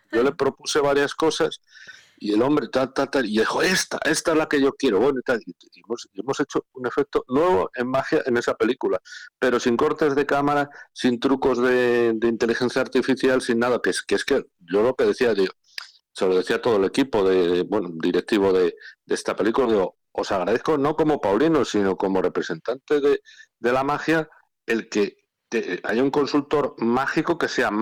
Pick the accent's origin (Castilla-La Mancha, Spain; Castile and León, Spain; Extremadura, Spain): Castile and León, Spain; Peñaranda de Bracamonte; born there; now in Zamora, Spain; Zamorano soy de adopción y obviamente, como digo, ciudadano del mundo, pero yo nací en Peñaranda de Bracamonte.